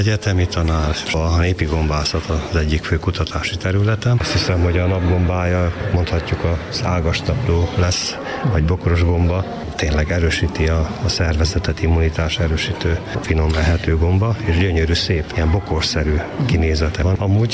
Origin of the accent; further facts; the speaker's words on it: Székely Land, Romania; moved away; én a Székelyföldről jövök, a Kárpát-kanyarba, legkeletibb részén a Kárpát-medencei magyar nyelvterületnek